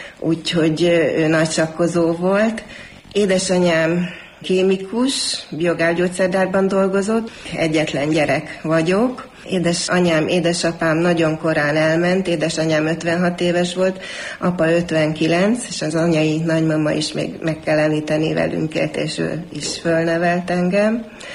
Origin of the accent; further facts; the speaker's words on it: Debrecen, Hajdú-Bihar, Hungary; born there; Erdély és Kárpátalja Frigyéből születtem. Édesapám brassói, édesanyám Szolyván született. Én Debrecenben.